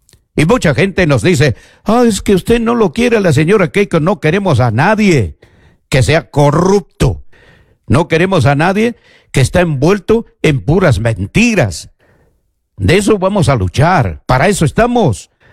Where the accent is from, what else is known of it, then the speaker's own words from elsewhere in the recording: Junín, Peru; Sí, somos de Junín.